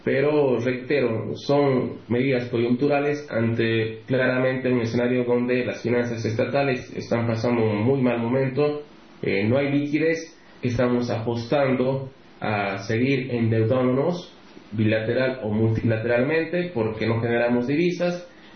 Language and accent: Spanish; Bolivia; me pone triste como boliviano